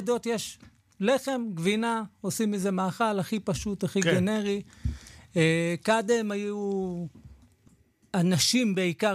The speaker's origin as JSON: {"language": "Hebrew", "town": "Jerusalem", "region": "Jerusalem District", "country": "Israel", "tie": "born or raised there", "said": "אני גרתי, נולדתי בקטמונים."}